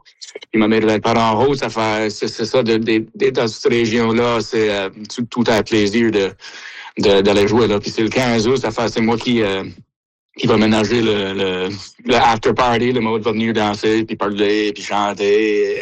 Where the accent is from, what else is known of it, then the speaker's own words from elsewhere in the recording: Baie-Sainte-Marie, Nova Scotia, Canada; notre accent à la Baie-Sainte-Marie, dans le sud-ouest de la Nouvelle-Écosse, c'est un peu potent comparé à le restant de la francophonie